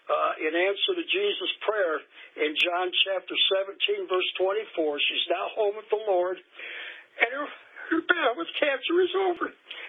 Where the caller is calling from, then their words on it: Maplewood, Missouri, United States; I'm calling from Maplewood, Missouri.